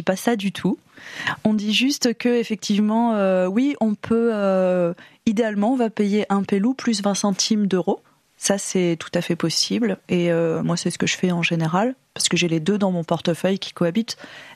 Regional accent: Glanges, Nouvelle-Aquitaine, France; Donc moi je suis de Glange, donc de la communauté de communes Briens-Sud-Haute-Vienne

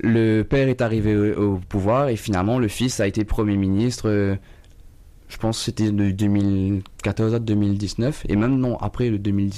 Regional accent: France; now in Mauritius; Déjà, en tant que Français, aller en Europe, c'est très facile parce qu'on peut voyager librement.

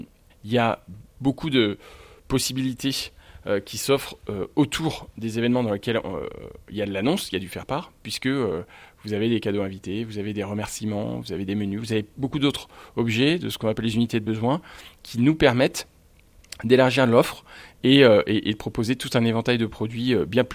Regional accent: France; On est sur une PME, ça veut dire qu'effectivement, on est français.

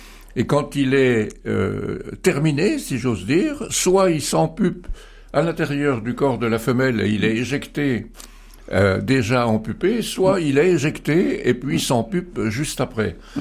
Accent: Bourgogne-Franche-Comté, France; Chez nous, en Franche-Comté

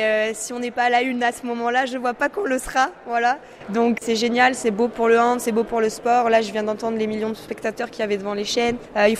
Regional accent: Marseille, Provence-Alpes-Côte d'Azur, France; je suis marseillaise

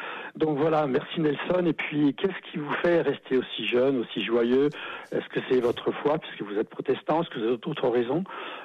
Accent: Auvergne-Rhône-Alpes, France

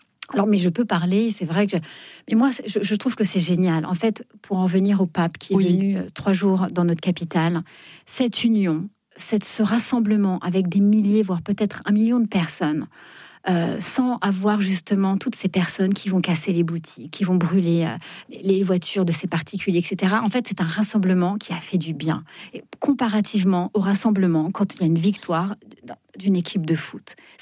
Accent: Fontainebleau, Île-de-France, France; born or raised there

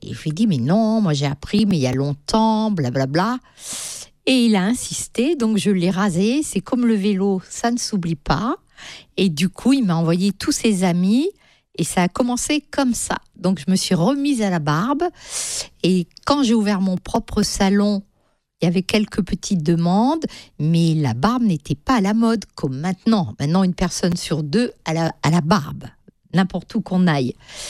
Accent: Centre-Val de Loire, France; born there; now in Nice, France; Moi, je suis née en Sologne.

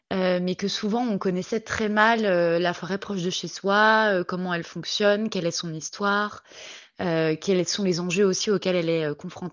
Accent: Bourgogne-Franche-Comté, France; moi, j'ai grandi en Franche-Comté, donc dans une région très forestière. Donc, c'est vrai que les arbres font partie de mes paysages, on va dire, d'enfance. Après, bon, j'étais quand même urbaine hein, déjà à l'époque

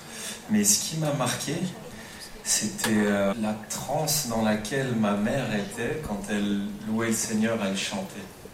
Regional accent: Chambéry, Auvergne-Rhône-Alpes, France; also born or lived in Grenoble; Donc, moi, j'ai grandi entre Chambéry et Grenoble. Je suis savoyard, on est à Chambéry.

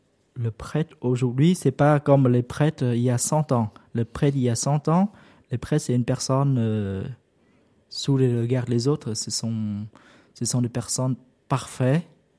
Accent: Vietnam; French is a second language; moved away as an adult; now in France; quand j'étais petit au Vietnam, j'étais un berger.

